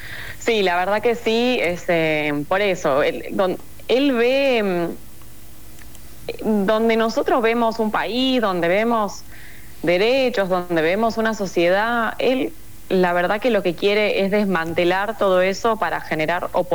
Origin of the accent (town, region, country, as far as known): Argentina